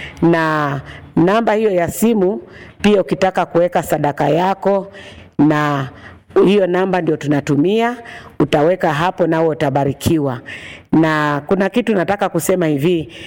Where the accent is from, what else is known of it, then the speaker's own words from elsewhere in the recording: Katoloni, Machakos County, Kenya; natoka Machakos County, mahali kunaitwa Katoloni 240.